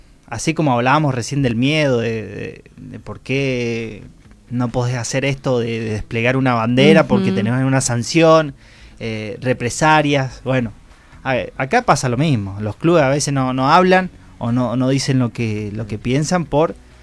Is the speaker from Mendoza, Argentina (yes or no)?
yes; San Rafael, Mendoza, Argentina; el San Rafaelino siempre se caracterizó por ser deportista neto.